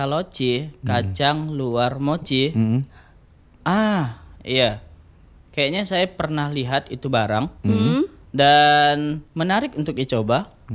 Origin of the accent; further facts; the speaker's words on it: West Kalimantan, Indonesia; moved away; Saya asli Sungai Duri, Bang.